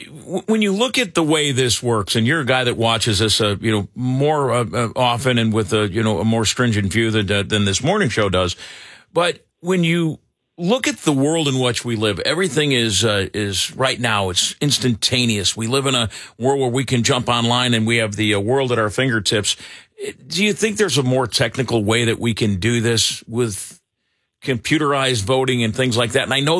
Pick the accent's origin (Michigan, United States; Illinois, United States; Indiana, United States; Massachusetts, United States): Illinois, United States; Chicago; I mean, my goodness, we're from Chicago.